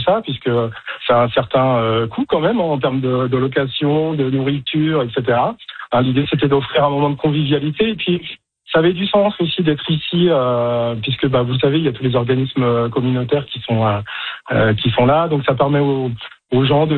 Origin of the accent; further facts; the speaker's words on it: France; Oui, moi en particulier, comme vous savez, je suis originaire de France.